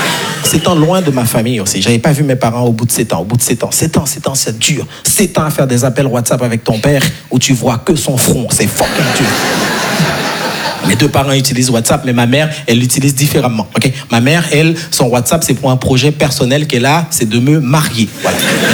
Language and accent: French; Haiti; moved away; Moi, je suis très frileux. Je vais pas vous mentir parce que je suis né et grandi en Haïti. Et en Haïti, on n'a pas les 4 saisons.